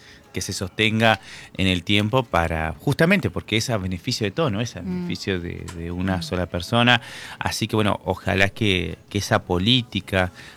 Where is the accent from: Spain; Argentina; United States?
Argentina; Federal, Entre Ríos; yo soy de Federal